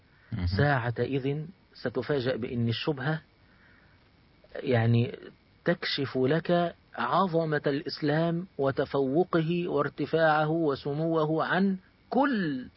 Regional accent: Egypt; عندنا في مصر المثل يقول لك كده

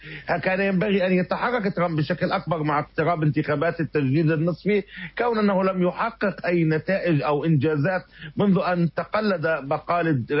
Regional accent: Palestine; now in Cairo, Egypt; بالنسبة لنا كفلسطينيين

